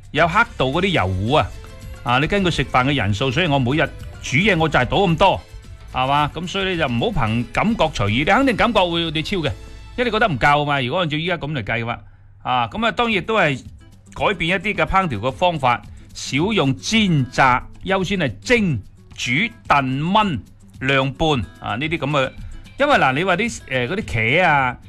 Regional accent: Guangdong, China; 我哋广东人不嬲都系比较过多啊

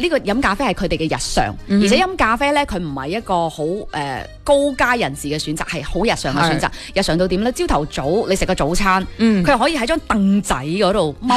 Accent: Guangdong, China; 其实佢嘅饮食同我哋广东人系非常之近似。

